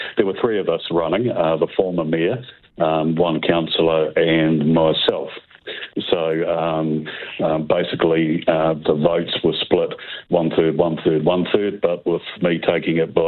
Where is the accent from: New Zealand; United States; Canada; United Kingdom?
New Zealand; Westport, West Coast; moved away as an adult; also born or lived in Christchurch; I moved back to Westport. I was born and bred in Westport, went to Christchurch for 30 years, transferred over there, but was back on the coast two or three times a month. I came back